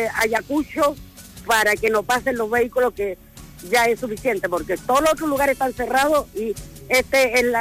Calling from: Chile; Lo llamo de acá del sector de La Chimba.

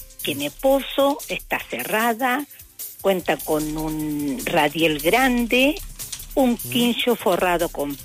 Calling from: Copiapó, Atacama, Chile; soy de Copiapó.

